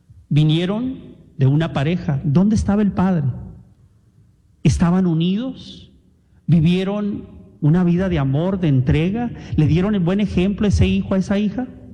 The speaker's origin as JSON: {"language": "Spanish", "country": "Mexico", "moved": "yes", "said": "Yo como mexicano"}